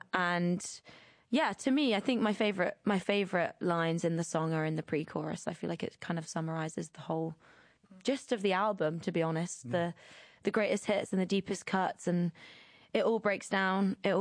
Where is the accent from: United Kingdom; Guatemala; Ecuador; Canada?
United Kingdom; England; This is all I've ever really dreamed about since I was like a little girl growing up in the Midlands.